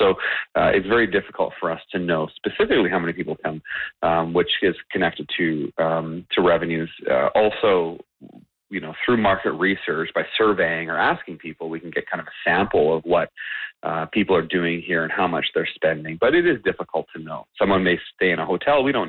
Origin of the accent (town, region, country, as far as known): British Columbia, Canada